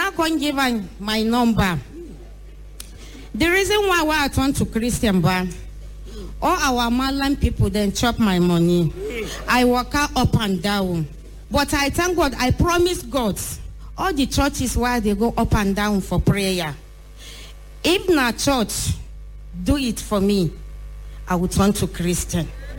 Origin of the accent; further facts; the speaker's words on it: Kebbi State, Nigeria; I'm from Kebbi State.